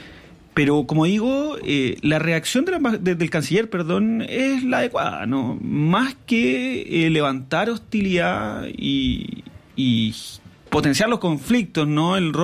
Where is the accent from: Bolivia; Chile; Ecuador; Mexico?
Chile